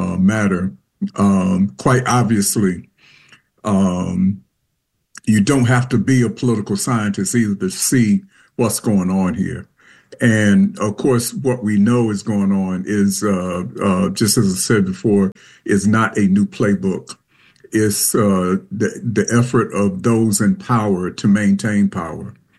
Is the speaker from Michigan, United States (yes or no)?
no; North Carolina, United States; Well, Professor John, I'm from Eastern North Carolina